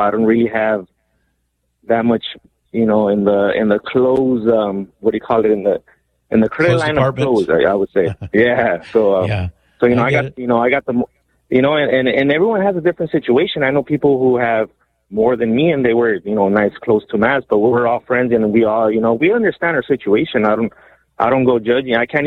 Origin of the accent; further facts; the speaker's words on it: Los Angeles, California, United States; also born or lived in Mexico; So I I grew up in Los Angeles, but I'm originally from Mexico, and we grew up here without money